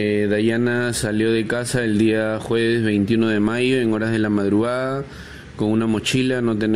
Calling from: Trujillo, La Libertad, Peru

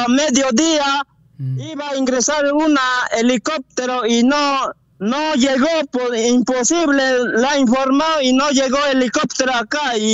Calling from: Atalaya province, Ucayali, Peru; soy de la comunidad nativa Noronquiari, ubicado por provincia de Atalaya, región Ucayali.

